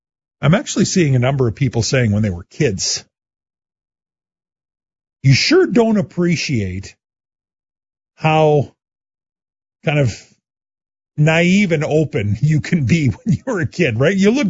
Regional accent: Saskatoon, Saskatchewan, Canada; born or raised there

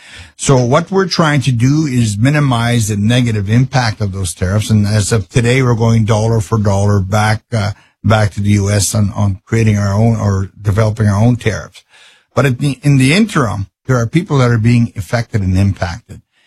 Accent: Canada; And these days, I just feel great being a Canadian.

